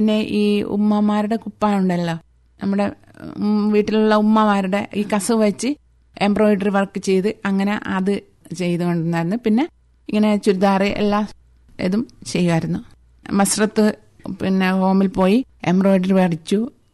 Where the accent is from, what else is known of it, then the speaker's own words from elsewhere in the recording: Androth, Lakshadweep, India; ഞാൻ ആന്ധ്രോത്തിൽ നിന്നാണ് വരുന്നത്.